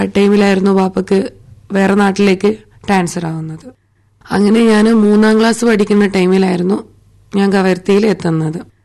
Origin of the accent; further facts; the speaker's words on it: Androth, Lakshadweep, India; born there; also born or lived in Kerala / Kavaratti; ഞാൻ ലക്ഷദ്വീപുകാരിയാണ്. ഞാൻ ജനിച്ചത് ആന്ത്രോത്ത് ദ്വീപിലാണ്.